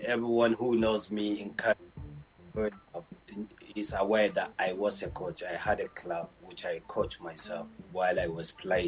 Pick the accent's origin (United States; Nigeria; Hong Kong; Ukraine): Nigeria; I think we be grateful that we are Nigerian.